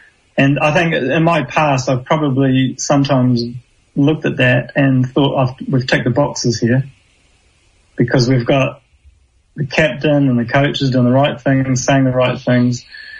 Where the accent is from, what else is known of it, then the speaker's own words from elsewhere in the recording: Southland, New Zealand; I'm from Southland